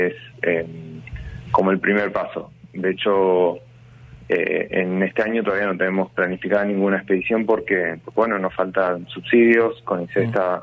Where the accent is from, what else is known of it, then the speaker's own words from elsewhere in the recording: Argentina; nos enorgullece a todos como argentinos